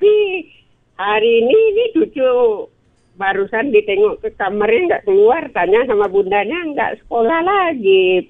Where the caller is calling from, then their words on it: Pekanbaru, Riau, Indonesia; Pekanbaru